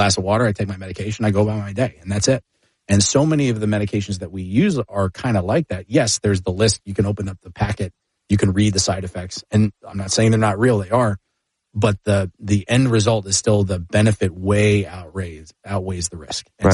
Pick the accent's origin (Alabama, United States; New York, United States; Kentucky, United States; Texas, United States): Texas, United States; Dallas; I was living in Dallas at the time. I was a kid. I grew up in Dallas.